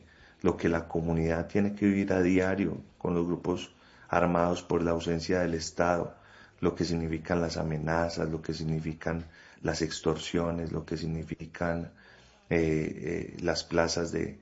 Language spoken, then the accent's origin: Spanish; Manizales, Caldas, Colombia; moved away as an adult; now in Amalfi, Colombia; Pues realmente yo soy de Manizales, ¿cierto? Hace 4 años, 5 estoy acá.